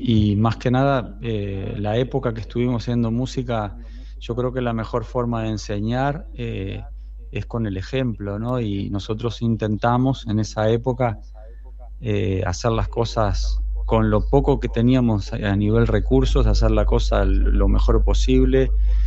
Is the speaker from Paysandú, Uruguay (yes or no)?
no; Maldonado, Uruguay; moved away as an adult; now in Spain; me sigo presentando como músico uruguayo